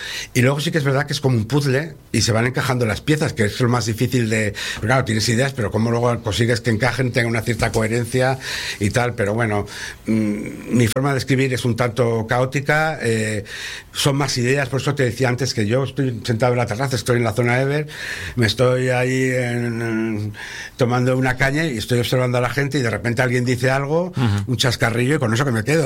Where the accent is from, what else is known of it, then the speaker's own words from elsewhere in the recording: León, Castile and León, Spain; born there; yo nací en León porque casualmente en aquella época mi madre sacó unas cátedras y eligió León y mi padre siguió a mi madre